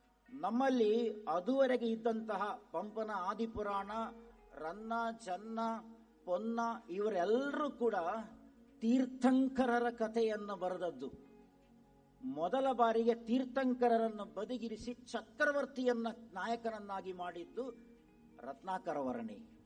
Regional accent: Karnataka, India

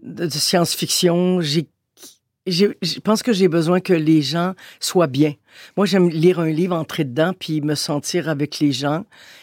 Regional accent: Quebec City, Quebec, Canada; Je suis originaire de Québec, moi.

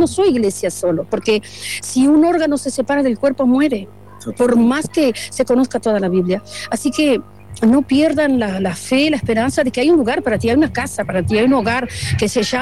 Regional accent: Uruguay; somos personas comunes como todo uruguayo

